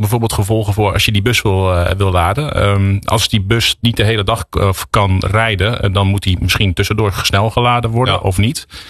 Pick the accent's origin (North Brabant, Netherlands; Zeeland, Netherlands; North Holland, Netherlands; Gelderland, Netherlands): Gelderland, Netherlands; Doetinchem; born there; moved away; also born or lived in near Arnhem; ik ben geboren in Doetinchem, maar ik heb lang in de buurt van Arnhem gewoond, waar ze de trolleybussen hebben natuurlijk.